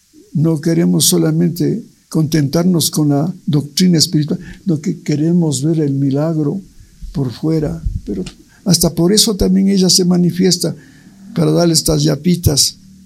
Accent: Ibarra, Imbabura, Ecuador; born there; now in Quito, Ecuador; fue en Quito, nací en Ibarra

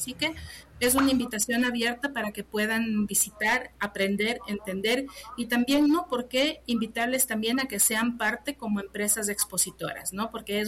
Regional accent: Ecuador

